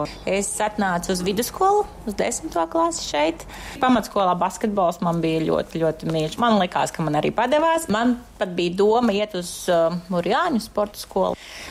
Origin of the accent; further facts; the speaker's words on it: Sausnēja, Madona Municipality, Latvia; Jā, es esmu no Sausnes, kas ir 10 km no Ērgļiem. Privāta māja, bet turpat bija skola, mamma bija skolotāja.